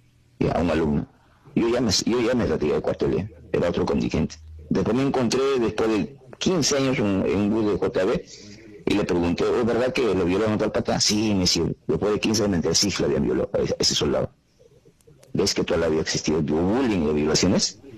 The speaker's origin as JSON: {"language": "Spanish", "region": "Lima", "country": "Peru", "tie": "born there", "also_born_or_lived": "Abancay", "said": "Yo cuando yo vine a la sierra era cholito, pues no de 2 años, 3 años, vine de Abancay y para Lima."}